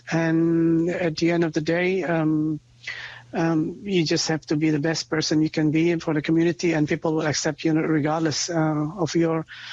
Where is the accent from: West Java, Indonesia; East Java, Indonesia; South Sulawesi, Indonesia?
West Java, Indonesia; Bogor; moved away; also born or lived in Jakarta, Indonesia; And we moved out from Jakarta when I was quite young. So we moved to Bogor for a much livable environment, sort of say. And it's a much cooler area up in the mountain. It's also known as a rainy city because it rains a lot.